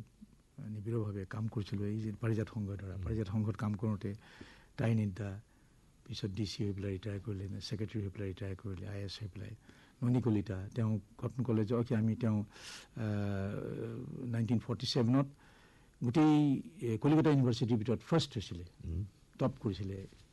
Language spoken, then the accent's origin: Assamese; Tezpur, Assam, India; তেজপুৰত মোৰ শৈশৱ কৈশোৰৰ এটা সুস্থ বুনিয়াদ গঢ়ি উঠিছিলে বুলি মই নিজকে ভাগ্যৱান বুলি ভাবোঁ।